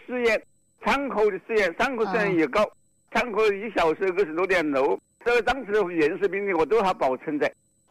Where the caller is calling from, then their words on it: Gong'an, Hubei, China; 我是公安县